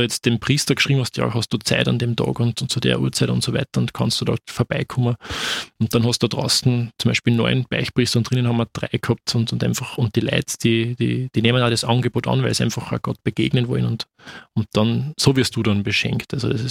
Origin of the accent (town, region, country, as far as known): Wels, Upper Austria, Austria